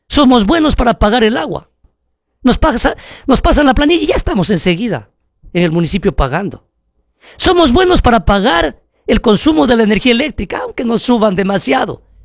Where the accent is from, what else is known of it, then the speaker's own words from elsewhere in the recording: Ecuador; Y también, como buen ecuatoriano, muevo la economía, porque con esa platita del gramo voy a ir a las tiendas, a los mercados.